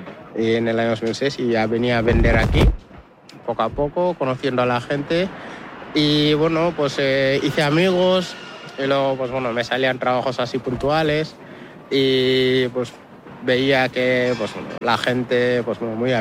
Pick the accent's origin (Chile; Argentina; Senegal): Senegal; moved away; porque yo cuando salí de Senegal no le dije a mi madre que iba a coger una patera, yo le dije a mi madre que iba a jugar un partido de fútbol.